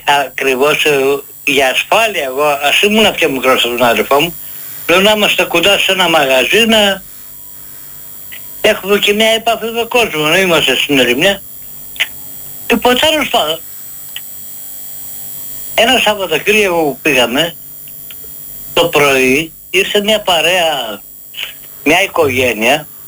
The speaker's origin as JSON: {"language": "Greek", "town": "Karditsa", "region": "Thessaly", "country": "Greece", "said": "Στον Οροπό έφυγα, πήγα στην Καρδίτσα, στο χωριό μου, στην Λίμνη Πλαστήρα."}